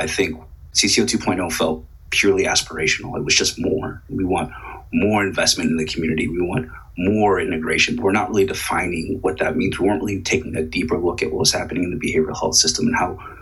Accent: Texas, United States; I married an Oregonian and she is a hike. I'm doing the best I can out here. I'm from Texas.

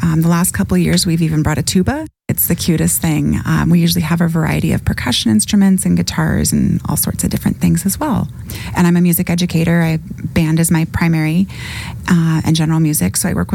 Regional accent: California, United States; Yeah, I grew up in California.

